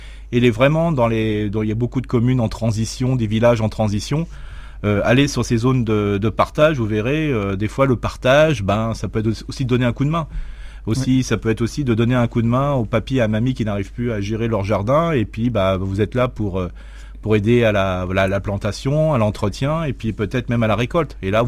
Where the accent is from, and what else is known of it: Grand Est, France